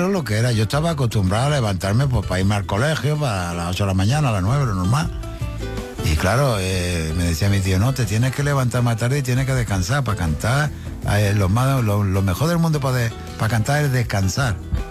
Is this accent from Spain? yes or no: yes; Andalusia, Spain; now in Madrid, Spain; soy un andaluz madrileño y un madrileño andaluz, o sea que yo poco o mucho lo que haya hecho se lo debo a Madrid